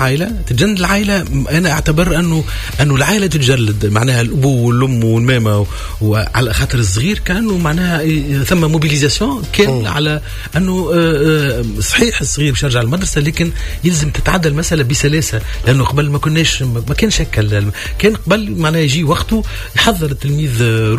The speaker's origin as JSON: {"language": "Arabic", "country": "Tunisia", "said": "المدارس عندنا في تونس"}